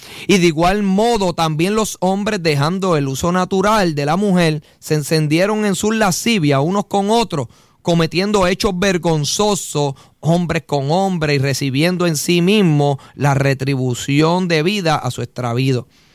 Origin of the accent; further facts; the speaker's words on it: Puerto Rico; Nosotros que somos puertorriqueños, ¿verdad? Nuestra identidad es ser puertorriqueño, aunque nacemos con una ciudadanía americana.